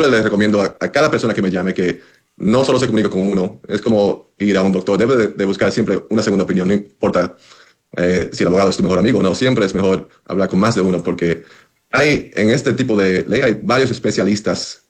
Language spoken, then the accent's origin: Spanish; Dominican Republic; disculpe, que soy dominicano, entonces.